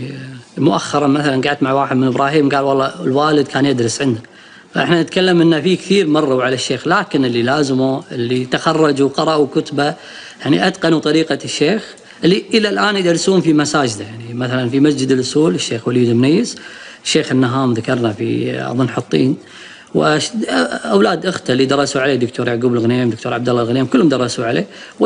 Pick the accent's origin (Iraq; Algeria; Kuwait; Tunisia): Kuwait; عندنا في الكويت